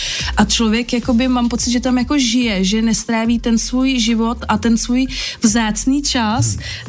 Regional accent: Plzeň Region, Czechia; moved away as an adult; also born or lived in Prague; já jsem ze Šumavy, ale já to říkám tak jako pyšně a jsem tak šťastná, že, jako jsem tak hrdá na to, že jsem z té Šumavy.

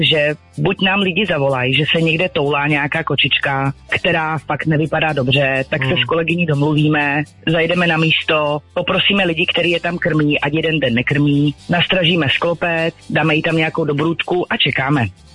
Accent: Mariánské Lázně, Karlovy Vary Region, Czechia; pocházíme z Mariánských Lázní

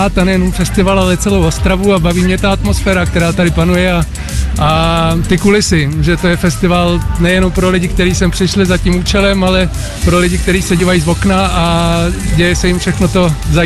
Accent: Vysočina Region, Czechia; pocházím z Vysočiny a působím na Vysočině

